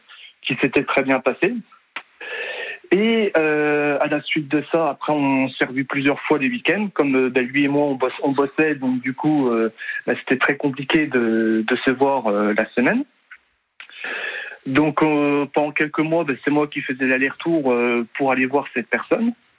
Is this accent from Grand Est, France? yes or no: yes; Nancy, Grand Est, France; also born or lived in Ardennes; moi, je suis originaire de Nancy. En Meurthe-et-Moselle, sauf que cette époque-là, moi, j'habitais chez mes parents, qui habitaient dans les Ardennes.